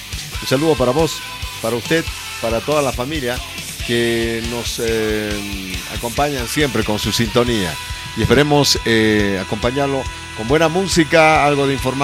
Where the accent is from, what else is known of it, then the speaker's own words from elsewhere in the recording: Bolivia; estamos seguros que vamos a destacar como buenos bolivianos